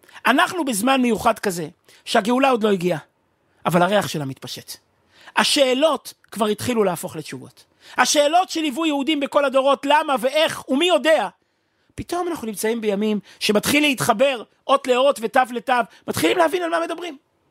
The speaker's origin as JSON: {"language": "Hebrew", "town": "Kfar Chabad", "region": "Central District", "country": "Israel", "tie": "born or raised there", "said": "אני גדלתי בבית הכנסת המרכזי, בכפר חבד"}